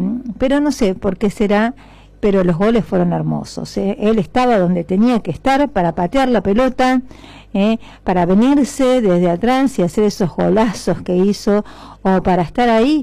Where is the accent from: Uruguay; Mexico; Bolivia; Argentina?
Argentina; Como los argentinos somos tan, tan futboleros